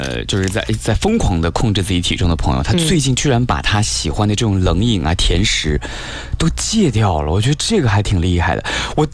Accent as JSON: {"language": "Chinese", "region": "Zhejiang", "country": "China", "tie": "born or raised there", "said": "我就记得小的时候在那个浙江，"}